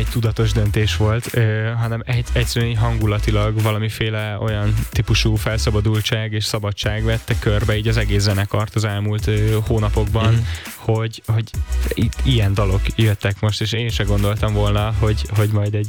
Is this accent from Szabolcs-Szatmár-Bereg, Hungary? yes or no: no; Szolnok, Jász-Nagykun-Szolnok, Hungary; ha már szolnokiak vagyunk